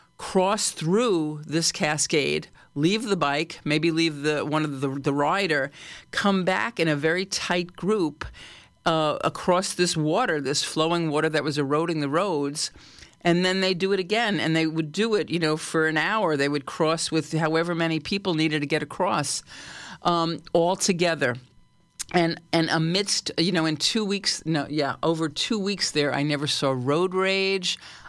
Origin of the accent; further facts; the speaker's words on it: New York City, New York, United States; And I come from New York City, and man, that's so organized and feels so safe relative to Nepal and other places I've been.